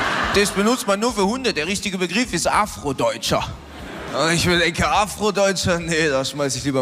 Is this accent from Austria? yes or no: yes; Austria; Ich bin ein Österreicher. Tatsächlich, also nicht nur Österreicher offensichtlich.